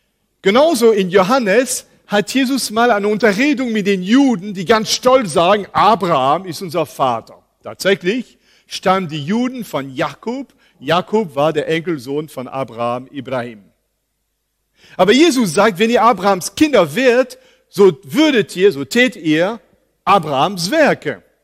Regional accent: Paris, Île-de-France, France; moved away; Ich bin selber in Paris aufgewachsen und mein Vater arbeitete in einem jüdischen Viertel. Und damals gingen wir immer unsere Wurst kaufen, weil wir als bibeltreue Christen kein Schweinefleisch essen.

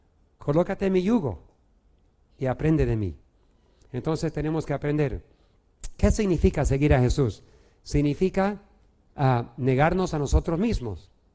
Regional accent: Beni, Bolivia; Eso me hizo recordar en el Beni, cuando me crié en el Beni, yo con mis padres y mis suegros hemos ido por carretón por 18, 24 horas en carretón.

